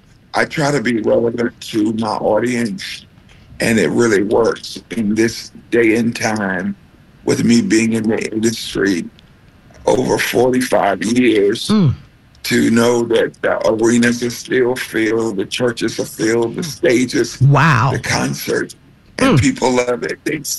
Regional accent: Charlotte, North Carolina, United States; They were in my hometown in Charlotte.

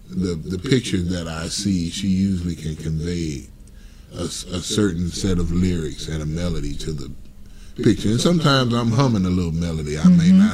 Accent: St. Louis, Missouri, United States; I had never heard of, I'm from St. Louis. I didn't know much about the Southern East Coast schools

